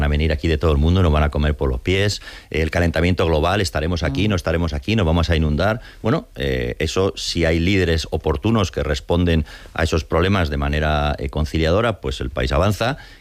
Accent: Spain; Hombre, claro que sé que soy español y me gusta García Lorca.

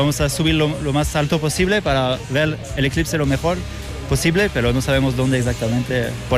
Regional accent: France; Spanish is a second language; No, soy francés y estoy aquí de vacaciones

